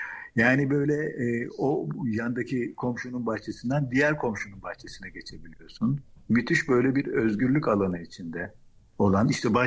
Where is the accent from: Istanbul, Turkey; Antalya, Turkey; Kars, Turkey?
Istanbul, Turkey; born there; also born or lived in Samsun; Daha sonra İstanbul'a geldiğimde ilkokul öğrencisiydim.